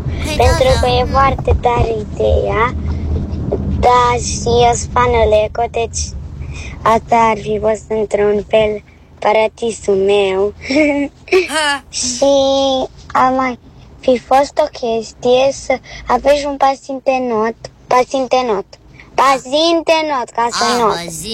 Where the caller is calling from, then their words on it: Constanța, Constanța County, Romania; din Constanța. Am 7 ani, 8 ani